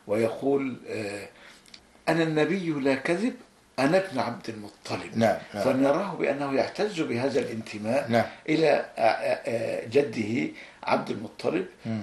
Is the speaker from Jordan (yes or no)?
no; Egypt; أنا لم أجد تعارضا أبدا ما بين كوني مصري وكوني مسلم وبين كوني أدافع عن هذا البلد.